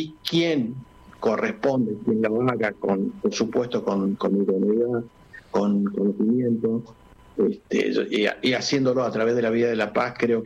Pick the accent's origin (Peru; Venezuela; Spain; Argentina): Argentina; Salta; now in Córdoba, Argentina